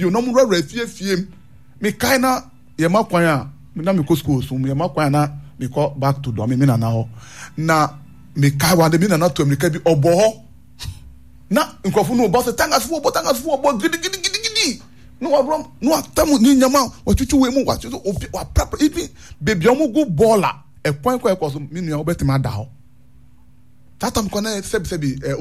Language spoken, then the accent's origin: English; Ghana; a bit my hand here as a Ghanaian.